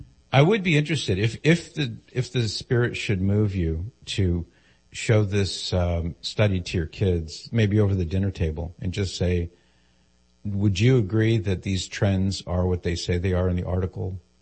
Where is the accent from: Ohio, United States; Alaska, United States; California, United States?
California, United States; This is when I grew up in Southern California.